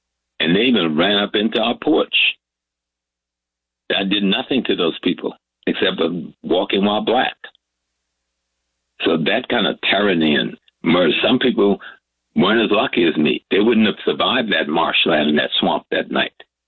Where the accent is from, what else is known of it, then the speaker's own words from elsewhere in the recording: the South, United States; I grew up in the South. I suffered from that terror.